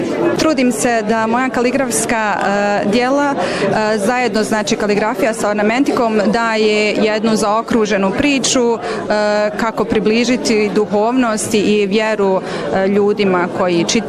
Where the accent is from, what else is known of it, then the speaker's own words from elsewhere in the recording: Gračanica, Federation of Bosnia and Herzegovina, Bosnia & Herzegovina; dolazim iz Gračanice.